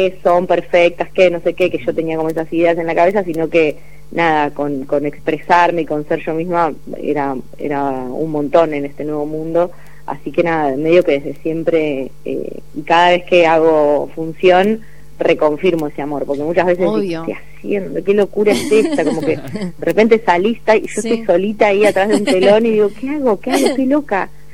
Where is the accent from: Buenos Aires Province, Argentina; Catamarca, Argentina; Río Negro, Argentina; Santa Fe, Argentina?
Buenos Aires Province, Argentina; Balcarce; now in Buenos Aires, Argentina; yo soy de Balcarce, claro, que es una ciudad pequeña, no tenía teatro